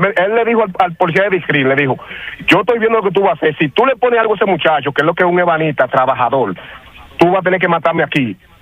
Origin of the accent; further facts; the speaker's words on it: Baní, Peravia, Dominican Republic; Yo soy de Baní